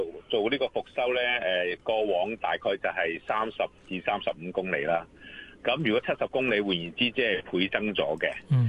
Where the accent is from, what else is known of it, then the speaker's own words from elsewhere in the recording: Hong Kong; 我哋香港嘅成本呢样嘢咧，一个咧就系我哋本身香港人嘅生活指数